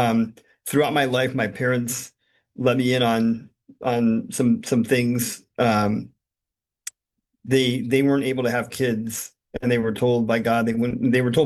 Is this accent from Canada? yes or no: no; California, United States; I was born and raised in California. My formative years, I guess, were at St. Anthony's in Pasadena, and in college, I went to St. Sophia Cathedral in Los Angeles.